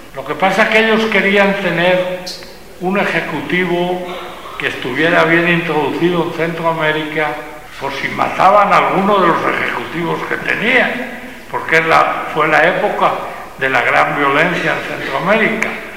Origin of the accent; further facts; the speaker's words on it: Spain; moved away as an adult; los que somos naturales de España